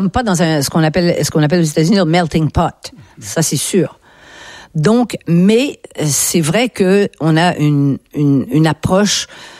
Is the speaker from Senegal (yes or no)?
no; Quebec, Canada; now in France